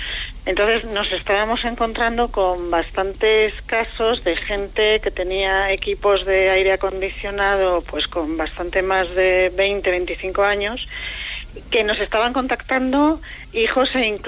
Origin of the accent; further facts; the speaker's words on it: Madrid, Community of Madrid, Spain; accent: castizo; igual me notas el acento un poco castizo porque soy de Madrid, soy de Madrid-Chamberí. O sea que madrileño.